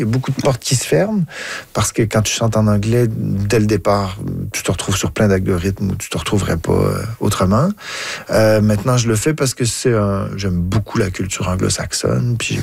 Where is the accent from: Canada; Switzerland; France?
Canada; Ottawa, Ontario; J'ai grandi à Ottawa et j'ai vu les Franco-Ontariens se battre pour garder un hôpital francophone